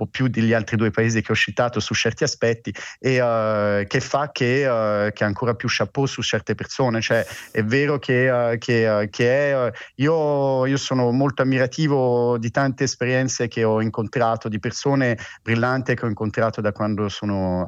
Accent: France; Italian is a second language; moved away as an adult; now in Italy; Io da francese, la testimonianza, ho fatto il dottorato in un istituto di CNRS nel sud della Francia, a Montpellier

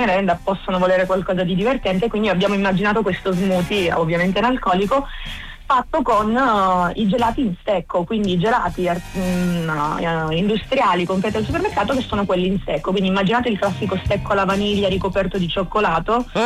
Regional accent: Calabria, Italy; now in Milan, Italy; sono calabrese, ma vivo in Italia da tanto tempo.

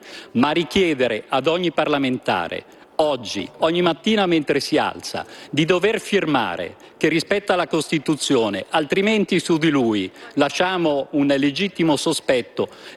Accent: Morbegno, Lombardy, Italy; Vengo da Morbegno, città di Ezio Vanoni, a cui ho sempre ispirato la mia attività politica

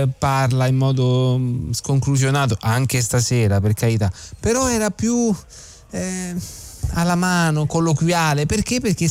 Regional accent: Rome, Lazio, Italy; Siamo di Roma

